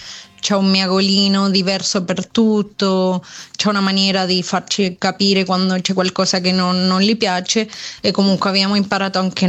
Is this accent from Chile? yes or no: yes; Chile; now in Italy; io sono cilena, per cui non avendo nessuno con cui lasciare Luna qui, perché la mia famiglia è sempre di là